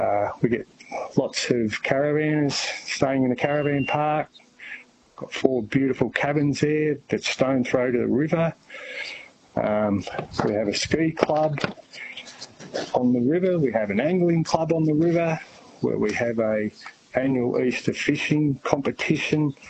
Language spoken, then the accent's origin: English; Jeparit, Victoria, Australia; Jeparit. I grew up there, went to school there, spent my life in Jeparit until I was 17. Both my parents were born and bred in Jeparit.